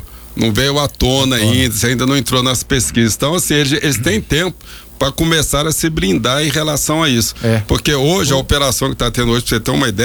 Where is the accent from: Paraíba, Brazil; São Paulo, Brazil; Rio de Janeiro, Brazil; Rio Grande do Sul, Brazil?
Rio de Janeiro, Brazil; eu sou carioca.